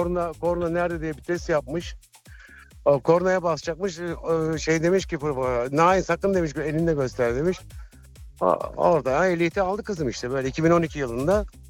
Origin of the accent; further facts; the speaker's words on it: Thrace, Turkey; Abi ben Trakyalıyım be ya.